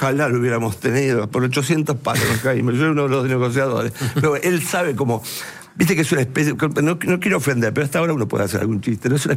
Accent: Quilmes, Buenos Aires Province, Argentina; Yo que soy de Quilmes Oeste

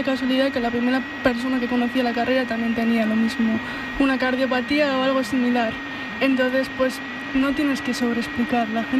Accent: Basque Country, Spain; como soy del País Vasco

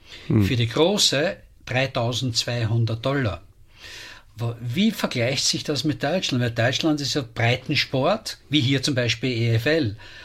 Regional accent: Vienna, Austria; Als echter Wiener bin ich ein Bayern-München-Fan.

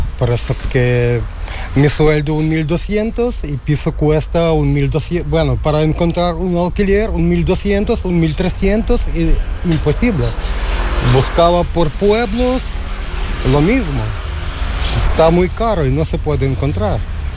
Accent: Ukraine; Spanish is a second language; moved away; Sí, soy de Ucrania. Vivo en bloque más de 13 años, casi 14.

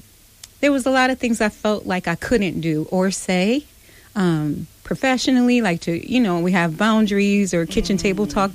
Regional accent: Battle Creek, Michigan, United States; Battle Creek is my hometown

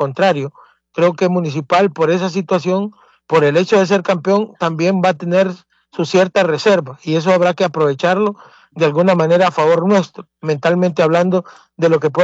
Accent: Honduras; donde Don Kilber nos tocó también en algún momento sufrir como hondureños, digo, en el tema de selección nacional.

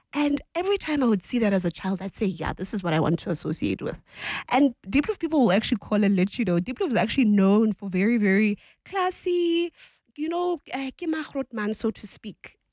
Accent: Soweto, Gauteng, South Africa; So it's true, I am from Orlando, Soweto, not far from Epazapaza, Ngaseleven. That is my home. In fact, my family still lives there

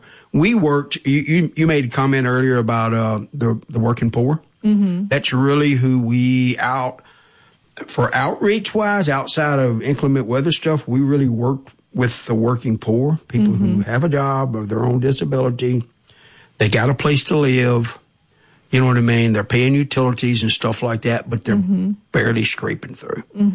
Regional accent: United States; I was born and raised, I was raised in Sunset Acres.

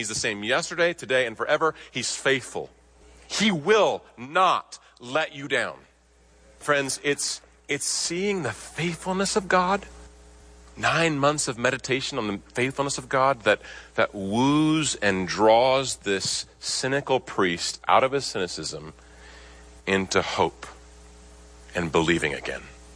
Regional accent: Nebraska, United States; You city folk might not know this, but I grew up in Nebraska, and my grandpa raised cattle

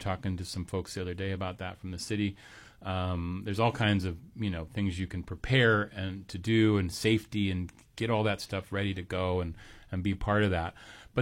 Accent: Anchorage, Alaska, United States; now in Juneau, United States; I grew up in Anchorage

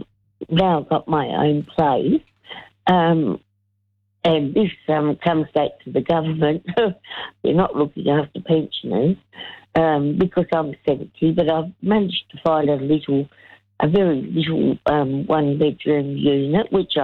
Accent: Adelaide, South Australia, Australia; I'm from Adelaide.

